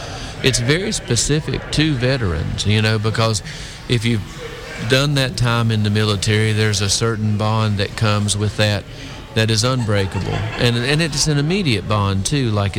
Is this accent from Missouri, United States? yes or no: no; North Carolina, United States; Well, I grew up in North Carolina, and I was adopted when I was 5 years old.